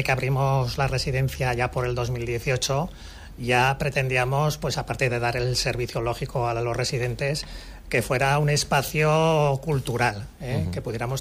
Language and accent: Spanish; Monreal del Campo, Aragon, Spain; Yo soy de Monreal, Maribel es de Bueña, y está claro que aquí hay una vinculación clara entre el Jiloca y la comunidad de Teruel.